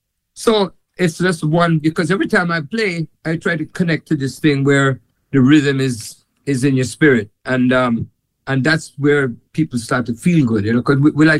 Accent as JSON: {"language": "English", "country": "Jamaica", "said": "if I'm in somewhere in the world, that I'm in Estonia or Morocco, it doesn't matter. And they say, where are you from? And I said, Jamaica."}